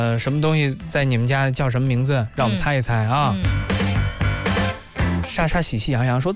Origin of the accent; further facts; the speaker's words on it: Hebei, China; 我从小我在心劲长大了，